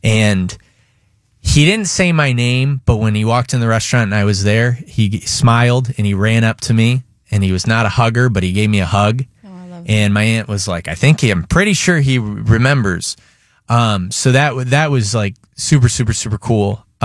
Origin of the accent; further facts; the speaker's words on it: Michigan, United States; when I grew up in Michigan, I went to college when I was 17 years old in Chicago, and I obviously was very homesick.